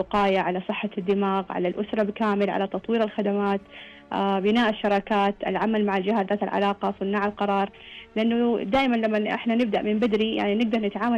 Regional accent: Saudi Arabia; لما نتكلم عندنا بالسعودية نتكلم عن أرقام وتقديرات يعني توصل حوالي 130 ألف مصاب بالزهايمر

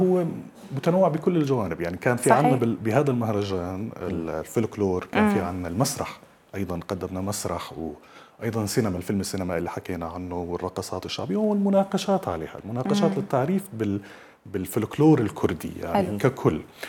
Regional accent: Syria; إحنا سوريين، فكسوريين

